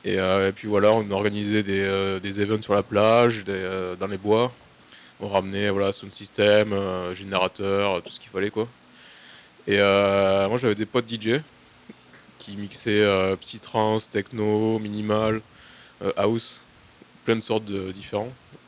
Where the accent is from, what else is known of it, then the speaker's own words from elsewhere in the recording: France; also born or lived in New Zealand; now in Australia; je suis parti de France en 2017, à Nouvelle-Zélande. Je suis resté là-bas 4 ans. Et après, j'ai bougé en Australie, directement.